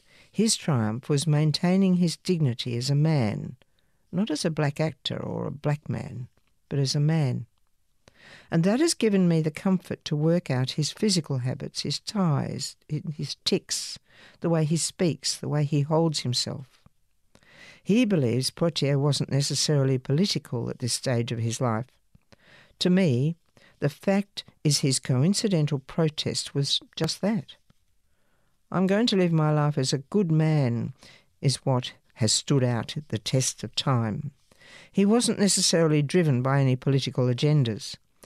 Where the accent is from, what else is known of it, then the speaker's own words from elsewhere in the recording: Zambia; For me, growing up in Zambia as a Rwandan, racism was a big part of it because I was an immigrant.